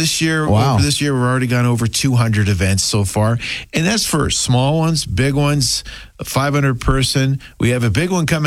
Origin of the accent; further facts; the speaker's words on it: Boston, Massachusetts, United States; I am from Boston originally. It's just an added perk.